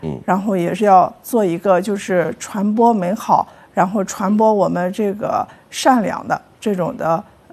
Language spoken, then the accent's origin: Chinese; Linyi, Shandong, China; 我是来自山东省临沂市的一名老师。